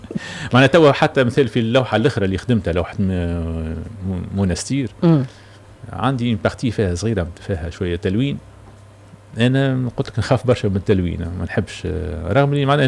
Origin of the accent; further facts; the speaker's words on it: Tunisia; بلادنا تونس